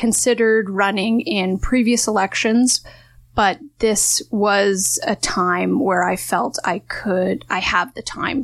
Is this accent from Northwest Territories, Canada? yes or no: no; London, Ontario, Canada; now in Wellington North, Canada; I do come from outside the municipality. I grew up in London. I went to school in Kitchener, and I don't have the allegiances of Mount Forest versus Arthur that I have seen when I first moved here.